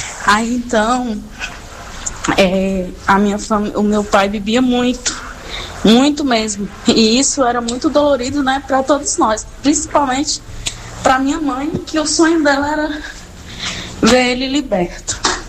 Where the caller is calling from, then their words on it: São Francisco, Minas Gerais, Brazil; lá na minha cidade, em São Francisco, Minas Gerais.